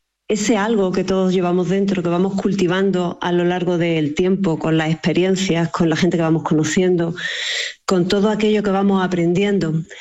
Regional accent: Jaén, Andalusia, Spain; moved away; es la primera vez que voy a exponer en mi tierra, rodeada de mis amigos, de mi familia, de gente que me conoce desde hace mucho tiempo

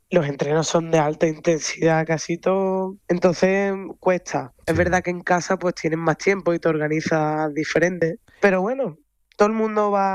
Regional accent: Seville, Andalusia, Spain; Ana Peralta y yo, que somos Sevillana. Las dos de Sevilla.

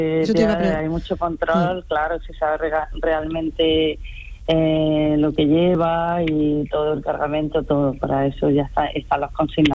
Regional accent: Linares, Andalusia, Spain; now in Almería, Spain; yo soy de interior, soy de Jaén, de Linares, y hasta que no me vine a vivir aquí a Almería no conocía este mundo.

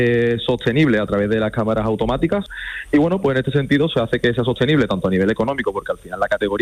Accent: Andalusia, Spain; accent: Andalusian

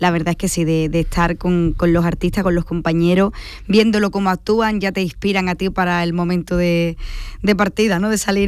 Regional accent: Cádiz, Andalusia, Spain; yo voy con el sello de Cádiz y con los cantes de mi tierra por bandera

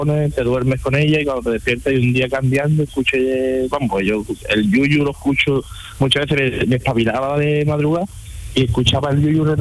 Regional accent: Huesa, Andalusia, Spain; moved away as an adult; now in Málaga, Spain; Yo soy un pueblecito de Jaén, de Huesa.

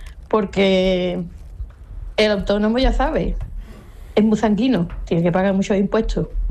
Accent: Jerez de la Frontera, Andalusia, Spain; de Jerez de la Frontera, ya me he delatado.

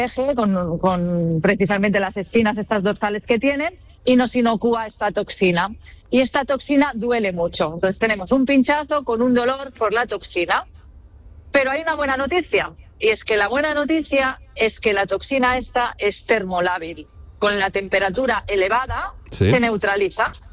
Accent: Catalonia, Spain; Puede haber mala suerte, por ejemplo, que soy de cerca de Barcelona, en el Mediterráneo no hay tantos

